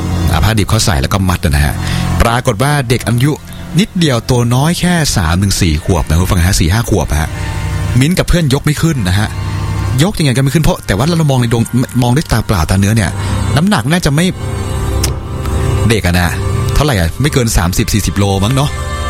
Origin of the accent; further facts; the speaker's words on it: Krabi, Thailand; สึนามิที่บ้านผมกระบี่บ้านเกิดอยู่จังหวัดกระบี่ครับคนแถวบ้านก็เสียชีวิตไปหลายคนทีเดียว